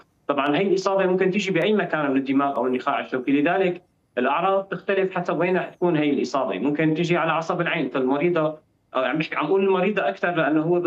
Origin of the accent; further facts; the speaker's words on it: Syria; now in Damascus, Syria; عندنا بسوريا